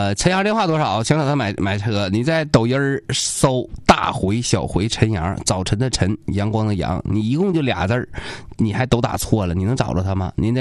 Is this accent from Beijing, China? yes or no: no; Liaoyuan, Jilin, China; now in Changchun, China; 甚至当年我们辽源，我家老家平康矿的